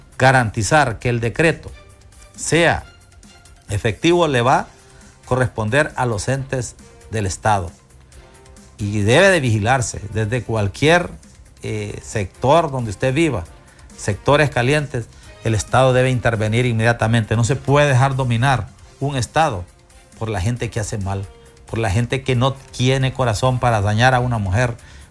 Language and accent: Spanish; Honduras; Nosotros como sociedad, como hondureños